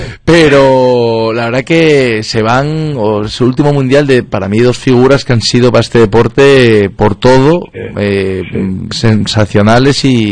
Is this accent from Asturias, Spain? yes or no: yes; Asturias, Spain; te vas a mi tierra